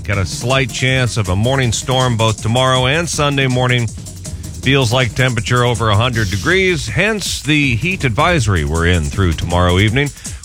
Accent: Omaha, Nebraska, United States; When I moved back here to my hometown of Omaha 20 years ago

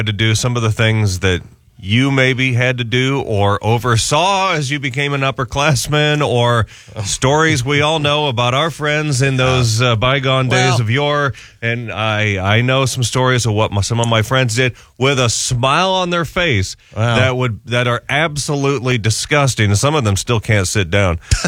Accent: United States; I'm an American.

